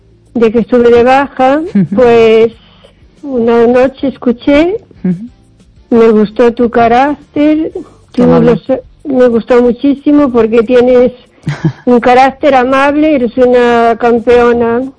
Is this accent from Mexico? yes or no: no; O Carballiño, Galicia, Spain